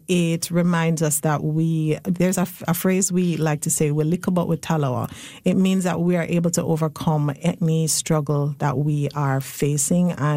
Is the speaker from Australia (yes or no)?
no; Jamaica; now in St. John's, Canada; for a lot of us, we look at what's happening back home